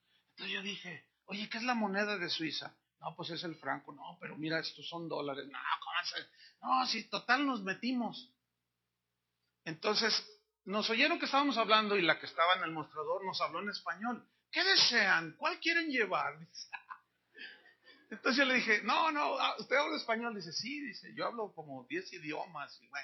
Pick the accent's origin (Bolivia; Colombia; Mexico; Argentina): Mexico; Yo cuando viajo a distintos países, ¿de dónde eres? Soy mexicano.